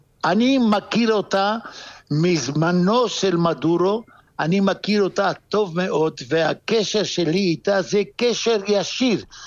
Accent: Tangier, Tanger-Tetouan-Al Hoceima, Morocco; also born or lived in France / Israel; now in Venezuela; אני גדלתי בטנג'יר, זו הייתה עיר בינלאומית. ואחר כך עברתי, גדלתי באוצר התורה, בישיבה של אוצר התורה בטנג'יר, ואחר כך עברתי לצרפת, ואחר כך למדתי בארץ, בישיבת שארית יוסף

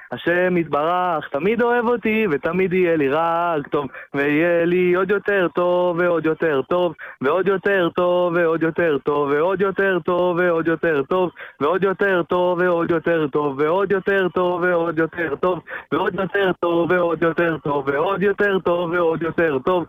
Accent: Jerusalem, Jerusalem District, Israel; אני מירושלים.

